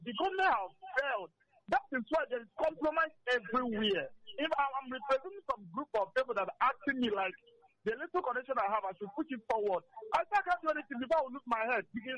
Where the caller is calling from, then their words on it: Nigeria; Not because I'm from Nigeria